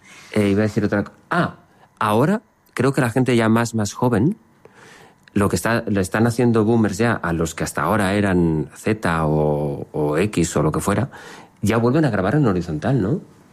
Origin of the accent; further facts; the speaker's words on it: Valencian Community, Spain; Siendo yo valenciano es una expresión complicada.